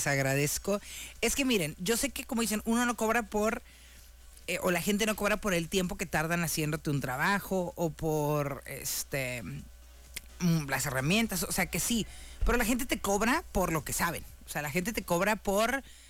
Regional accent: Mexicali, Baja California, Mexico; Y aquí su amiga que nació en El Cóndor y creció en La Baja. Saludos a estos dos elegantes barrios mexicalenses. Les digo, yo nací en uno y crecí en otro. O sea, crecí una parte en El Cóndor y otra parte en La Baja.

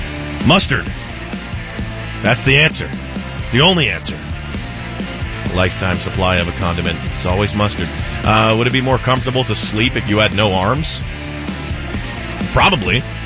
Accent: Canada; As a Canadian

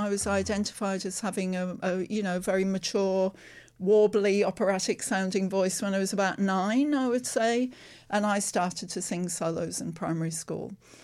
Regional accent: Durham, North East England, United Kingdom; moved away; I'm originally from Durham

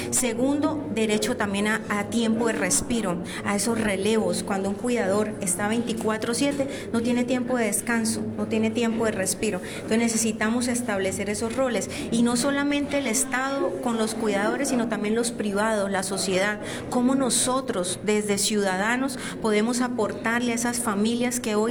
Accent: Cúcuta, Norte de Santander, Colombia; hoy estamos en mi tierrita en Cúcuta

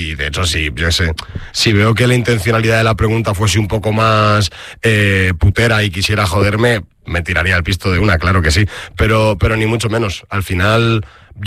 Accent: Madrid, Community of Madrid, Spain; also born or lived in Aluche, Madrid; yo soy de Carabanchel y vivo en la Luche hace ya 7 años, 6

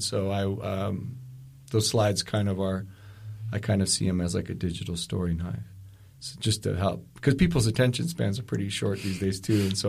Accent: Kotzebue, Alaska, United States; now in Anchorage, United States; I'm born and raised in Kotzebue. I've lived in Anchorage for about 30 years now.

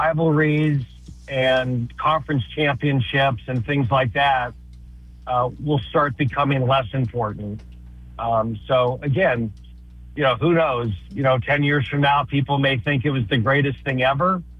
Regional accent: Pennsylvania, United States; I grew up in Pennsylvania

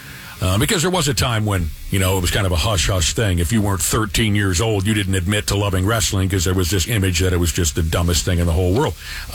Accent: Wayzata, Minnesota, United States; born or raised there

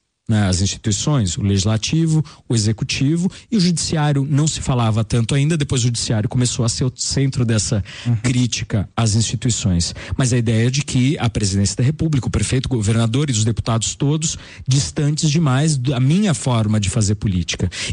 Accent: Jaú, São Paulo, Brazil; Eu sou de Jaú, no interior do estado de São Paulo

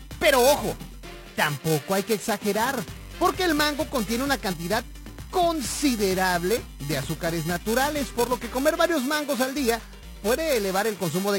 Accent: Mexico; como latinos, como mexicanos principalmente

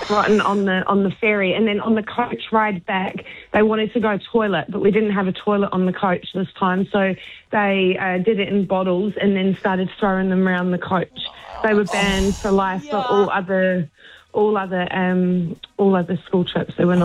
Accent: England, United Kingdom; So we grew up in England, and we went to France as a day trip on the ferry.

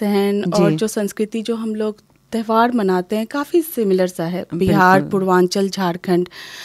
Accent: Ranchi, Jharkhand, India; moved away as an adult; मैं रांची से हूँ

